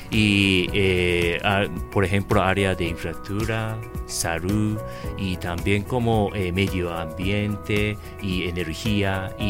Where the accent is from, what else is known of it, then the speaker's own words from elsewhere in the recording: Japan; Spanish is a second language; moved away as an adult; now in Honduras; somos japoneses. Nuestro como idioma, lengua de materna no es español.